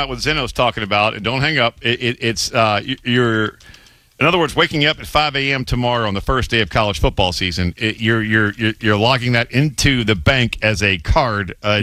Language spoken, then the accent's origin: English; Folsom, Louisiana, United States; Know exactly where you are. I'm a Folsom boy.